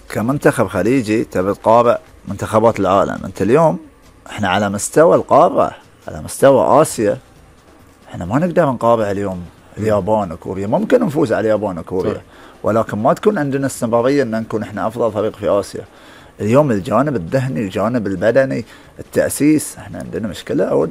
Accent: Bahrain; كخليجيين مو كبحرينيين وكعرب

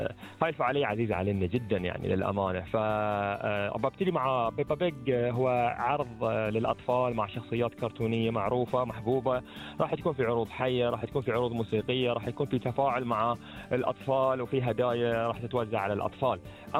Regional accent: Bahrain; متعلق فينا إحنا كبحرينيين

